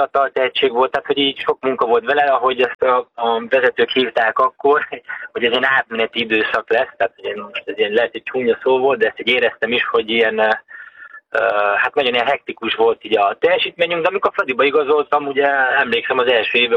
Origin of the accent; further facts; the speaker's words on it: Zalaegerszeg, Zala, Hungary; hogy ugye zalaegerszegiként megéltem azt, hogy amikor felújították a stadiont